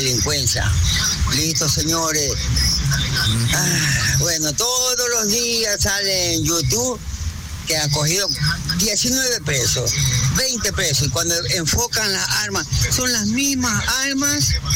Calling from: Guayaquil, Guayas, Ecuador; Es un caos total acá en Guayaquil. Digo porque yo soy de la calle.

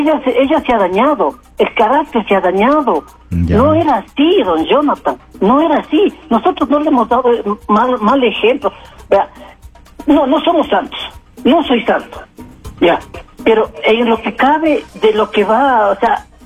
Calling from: Quito, Pichincha, Ecuador; Yo vivo en Calderón

